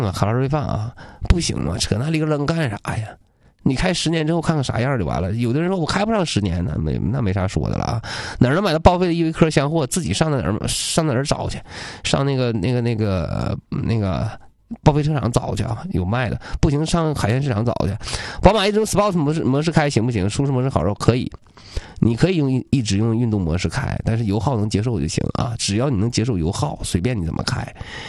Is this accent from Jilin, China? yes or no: yes; Changchun, Jilin, China; 我首选我长春人啊，